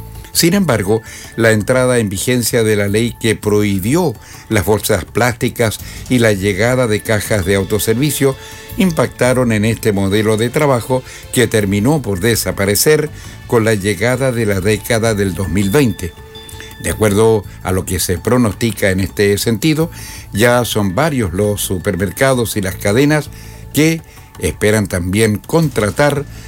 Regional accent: Chile; Pero somos chilenos

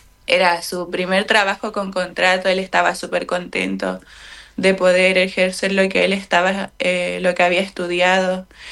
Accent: Antofagasta, Chile; now in La Serena, Chile; Yo también soy de Antofagasta, entonces cuando llegué acá nos conocimos.

